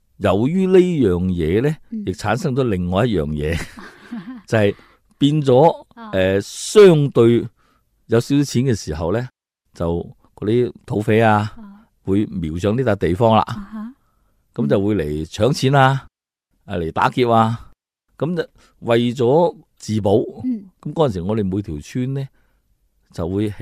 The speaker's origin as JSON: {"language": "Cantonese", "town": "Jiangmen", "region": "Guangdong", "country": "China", "tie": "born or raised there", "said": "喺江门，我哋家乡"}